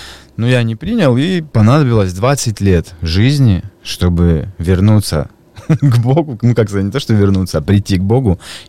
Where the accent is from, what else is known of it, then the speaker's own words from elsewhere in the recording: Krasnodar, Krasnodar Krai, Russia; Я здесь, Краснодара, родился, вырос здесь, на Комсомольском. Я учился в школе с Виталием Сергеевичем, 83-й.